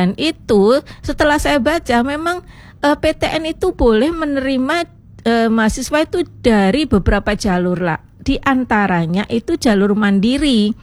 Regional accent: Surabaya, East Java, Indonesia; saya orang Surabaya juga ya.

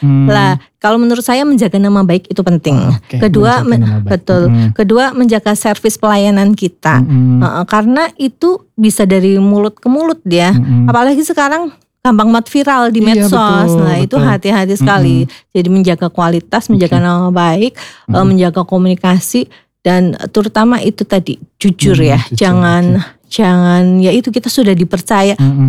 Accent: Purbalingga, Central Java, Indonesia; Silakan, saya dari Purbalingga.

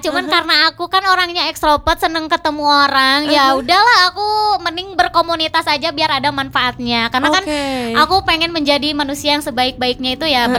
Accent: Garut, West Java, Indonesia; karena kan aku asli Garut.

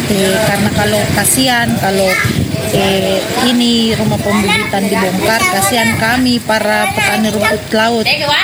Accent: East Nusa Tenggara, Indonesia; Kan saya memang orang Sumba, cuman mamaku ini kah lagi toh, jadi ikut sama suaminya ke Mamuju.

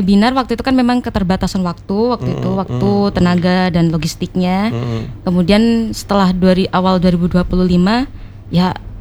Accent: Banyuwangi, East Java, Indonesia; also born or lived in Bandung; Ya, kalau saya aslinya Banyuwangi.

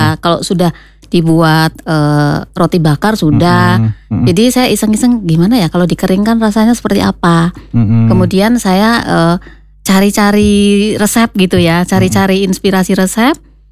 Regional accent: Beji, West Java, Indonesia

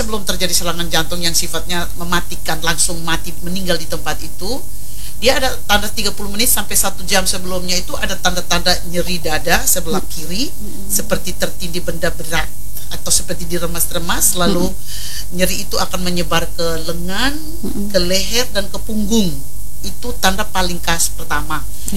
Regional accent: Malaka, East Nusa Tenggara, Indonesia; kalau saya orang Melaka

